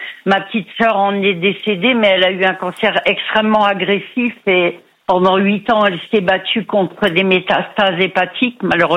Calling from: Lingolsheim, Grand Est, France; De Lindolsheim. C'est l'Eurométropole de Strasbourg.

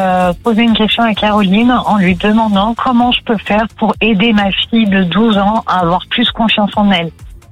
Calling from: Morestel, Auvergne-Rhône-Alpes, France; Je viens de Morestel, c'est dans l'Isère.

